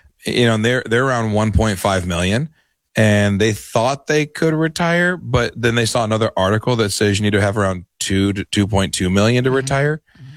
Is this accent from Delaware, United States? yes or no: yes; Dover, Delaware, United States; born there; also born or lived in Indiana, United States / Michigan, United States; So I was born on the Dover Air Force Base in Dover, Delaware. And my parents were from the East Coast. And then we moved to Indiana because of the Army. And then moved up to Michigan because of the Army.